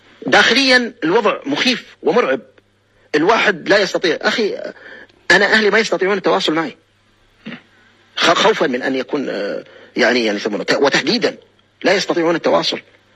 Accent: United Arab Emirates; أنا إماراتي وأتكلم على دولتي

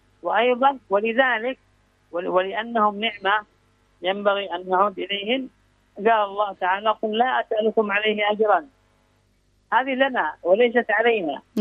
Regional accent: Yemen; وهكذا عندنا في اليمن.

